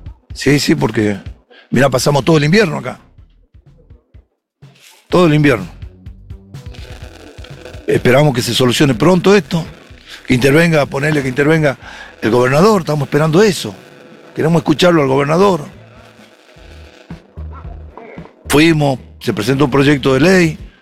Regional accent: Jujuy, Argentina; moved away; 30 años, desde que vine de Jujuy, vine hace 32 años y después ingresé acá

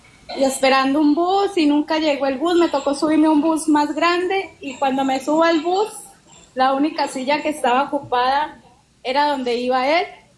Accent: Toro, Valle del Cauca, Colombia; now in Panama; No, yo soy de Toro Valle.

